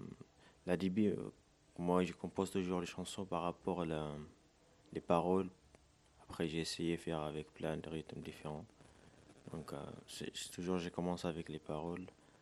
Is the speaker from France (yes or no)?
no; Tamanrasset, Tamanrasset Province, Algeria; On a grandi dans la même ville, on a appris la même école, on a toujours s'amé depuis l'âge de 13 ou 12.